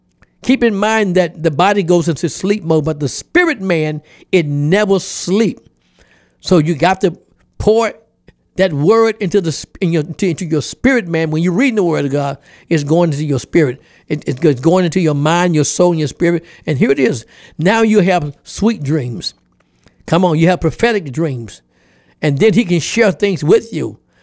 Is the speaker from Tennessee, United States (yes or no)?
yes; Memphis, Tennessee, United States; In my hometown, Memphis, Tennessee, that's a tough city.